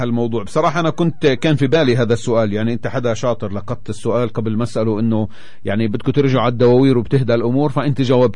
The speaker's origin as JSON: {"language": "Arabic", "town": "Hebron", "region": "West Bank", "country": "Palestine", "said": "أنا من الخليل،"}